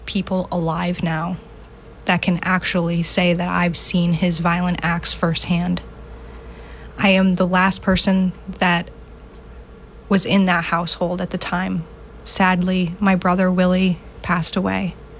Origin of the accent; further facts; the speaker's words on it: Bainbridge, United States; I'm from the Bainbridge area, and my community has stood up with me They have seen me grow up in this area